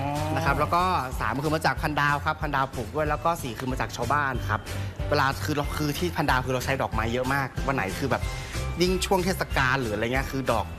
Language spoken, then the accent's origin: Thai; Chiang Rai, Thailand; แล้วก็คือมันก็เป็นจังหวะที่ว่าเราเป็นคนเชียงรายด้วยนะ